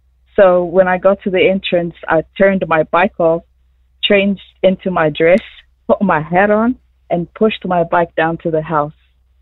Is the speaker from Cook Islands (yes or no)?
yes; Cook Islands; moved away as an adult; I'm actually from Cook Islands. I was born and raised on the main island of Rotunga and obviously moved here for university.